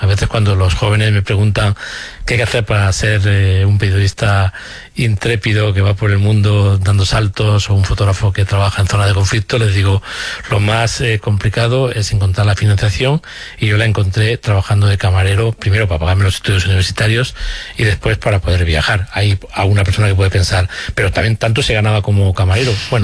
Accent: Córdoba, Andalusia, Spain; mi ciudad natal, uh-huh, Córdoba

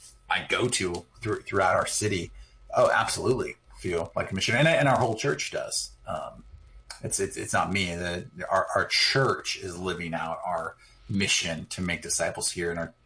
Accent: California, United States; I'm from California, but the people that move here, they move here for work, right?

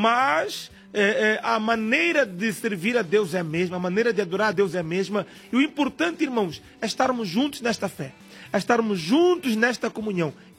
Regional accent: Mozambique; nós somos de Moçambique.

